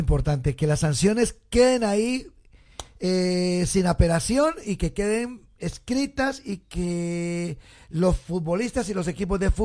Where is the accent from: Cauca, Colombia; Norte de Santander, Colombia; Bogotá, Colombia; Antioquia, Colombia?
Cauca, Colombia; La Arrobleda; born there; una vereda que se llama La Arrobleda. Eso está en el municipio de Caloto y Santander de Quilichao.